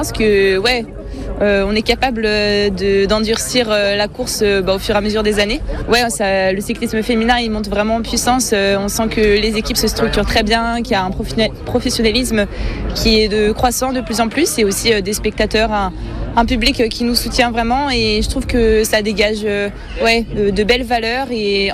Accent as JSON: {"language": "French", "country": "France", "said": "En plus, en tant que Française, il y a le petit truc en plus."}